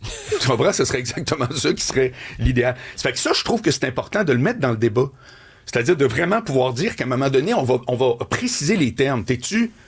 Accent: Quebec City, Quebec, Canada; Moi, de primaire, première année, jusqu'à mon arrivée à l'université, je viens de Charlebourg, là.

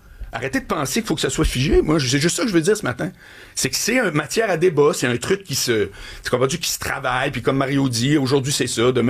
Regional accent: Quebec City, Quebec, Canada; Moi, de primaire, première année, jusqu'à mon arrivée à l'université, je viens de Charlebourg, là.

